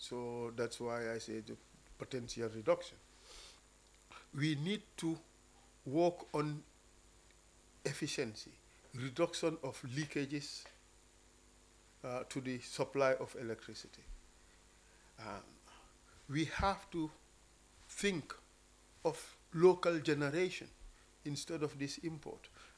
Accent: Gambia

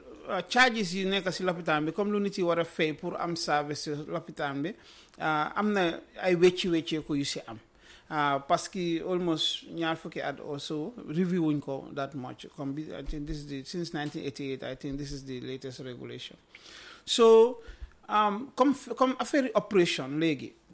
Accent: North Bank, Gambia; I'm from Chamen in Lower Nyome.

